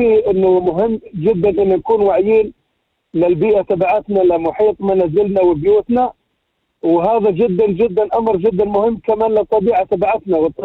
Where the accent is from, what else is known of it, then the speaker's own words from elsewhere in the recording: South Lebanon, Lebanon; الأمر هذا موجود عندنا في الجنوب، والأمر هذا جدا مهم.